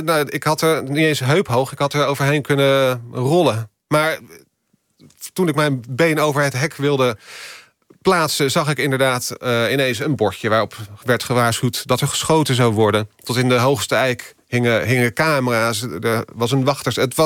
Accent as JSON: {"language": "Dutch", "country": "Netherlands", "said": "ik kom uit Nederland."}